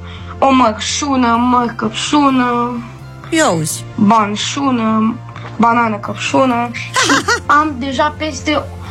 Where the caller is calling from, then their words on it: Botoșani, Botoșani County, Romania; din Botoșani, am 10 ani